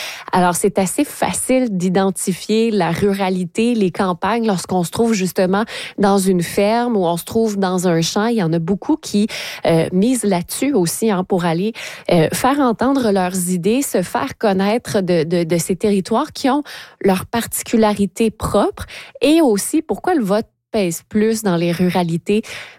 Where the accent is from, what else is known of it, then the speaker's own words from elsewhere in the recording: Quebec, Canada; à Saint-Tite, chez nous en Mauricie